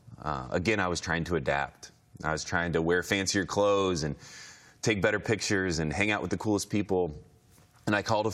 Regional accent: Indiana, United States; I had no friends in Denver. I'm from Indiana originally.

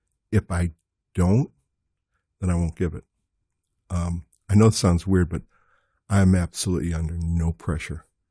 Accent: New Jersey, United States; I mean, I can do it, even though I'm from New Jersey.

